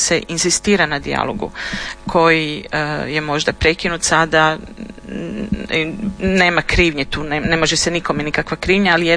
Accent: Zagreb, City of Zagreb, Croatia; now in France; Ja sam rođena u Zagrebu, odrasla u Zagrebu, ja sam stjecajem okolnosti otišla u Francusku

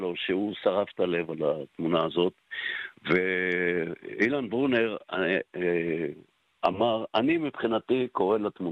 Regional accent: Jerusalem, Jerusalem District, Israel; ואני בעצמי גדלתי בעיר העתיקה ואני חוזר אליה

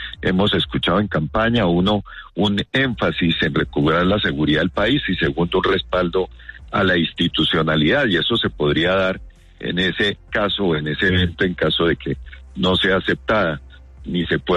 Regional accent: Colombia; lo que uno quiere como colombiano es que haya una transición de gobierno lo más normal posible

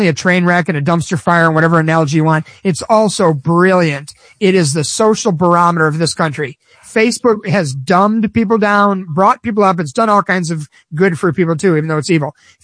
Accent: Chicago, Illinois, United States; bring up the fact that I'm also from Chicago, Illinois?

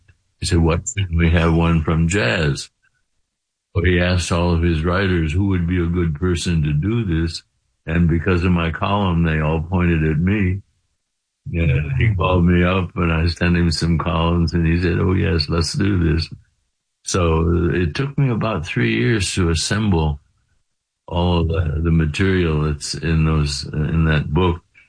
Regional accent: Kirkland, Washington, United States; where I grew up in Kirkland, Washington.

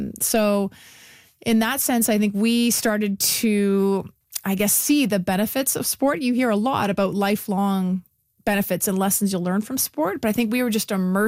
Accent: Winnipeg, Manitoba, Canada; moved away as an adult; also born or lived in Boston; now in Mississauga, Canada; so many amazing memories for me growing up in Wildwood Park. And I just think at every stage of my life, you know, Winnipeg and Manitoba has played a very important role in my path.

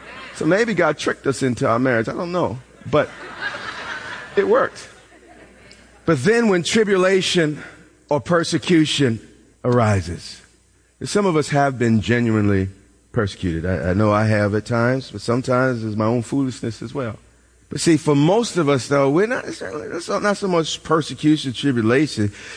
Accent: New York, United States

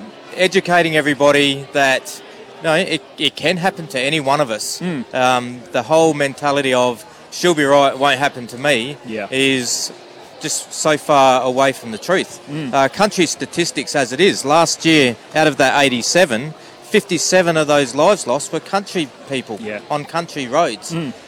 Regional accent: South Australia, Australia; I grew up in the Riverland, so I'm a country lad

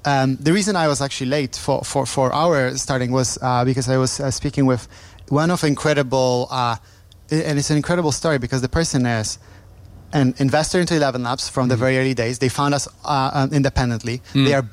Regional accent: Poland; moved away; I'm from Poland originally.

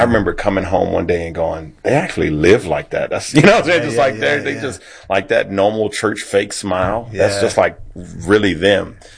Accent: Baton Rouge, Louisiana, United States; I'm from Baton Rouge, Louisiana. So gumbo, jambalaya, Cajun food, all that good stuff.

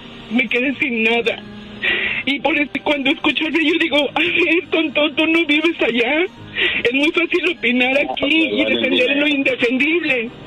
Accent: Mexico; moved away; Yo soy mexicana, estoy aquí por una situación que me pasó

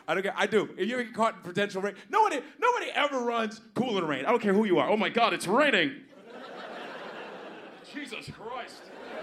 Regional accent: Chicago, Illinois, United States; See, I grew up in Chicago, so it was all creepy.

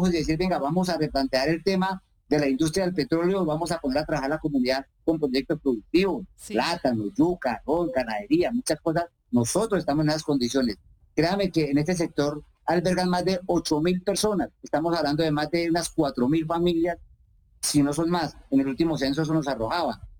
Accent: Chichimene, Meta, Colombia; Cuando uno habla que soy de Chichimene, que estamos en Chichimene

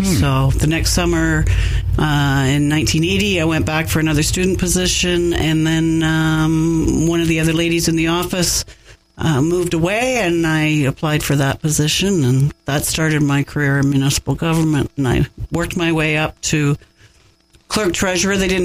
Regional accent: Minden, Ontario, Canada; I was born and raised in Minden.

